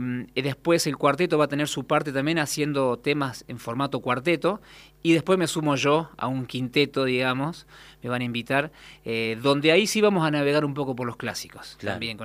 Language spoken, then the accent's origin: Spanish; Pergamino, Buenos Aires Province, Argentina; me dice, ¿de dónde sos … vos? Digo, de Pergamino.